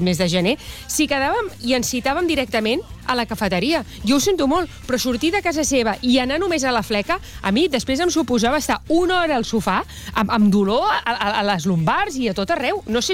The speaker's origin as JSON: {"language": "Catalan", "town": "Badalona", "region": "Catalonia", "country": "Spain", "said": "és que jo que sóc de Badalona, és veritat que les veig sempre amb el carrito de la compra"}